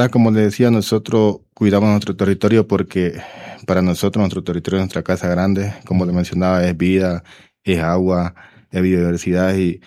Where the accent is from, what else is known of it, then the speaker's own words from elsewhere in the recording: Beni, Bolivia; Como cualquier ciudadano, como cualquier boliviano, como cualquier veniano